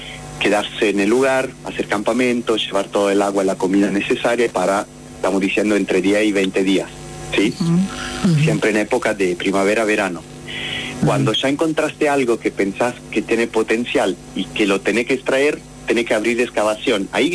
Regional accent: Italy; moved away as an adult; now in Argentina; antes de mudarme acá en Argentina, trabajé bastante en Italia, de donde vengo

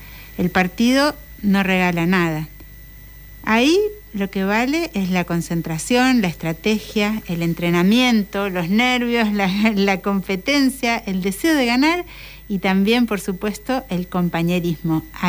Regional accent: Patagonia, Argentina; soy cantora de la Patagonia.

